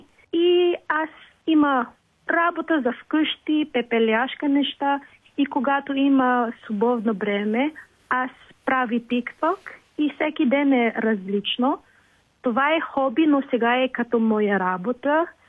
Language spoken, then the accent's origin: Bulgarian; Philippines; Bulgarian is a second language; moved away as an adult; now in Pernik, Bulgaria; аз не ходих 7 години в Филипините